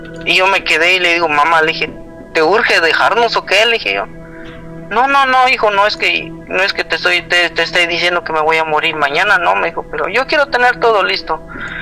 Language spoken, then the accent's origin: Spanish; Guatemala; now in United States; Sí, ella, yo soy de Guatemala, ella allá en el pueblo.